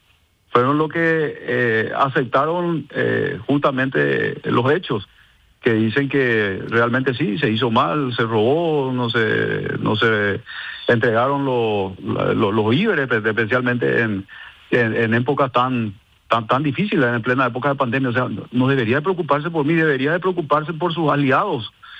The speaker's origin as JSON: {"language": "Spanish", "country": "Paraguay", "also_born_or_lived": "Pilar", "said": "como un paraguayo, ¿verdad? Un paraguayo"}